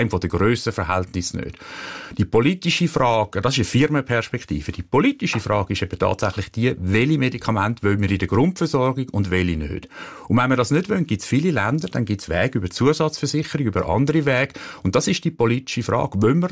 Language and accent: German; Switzerland; schwierig für uns als Schweizer, als Europäer.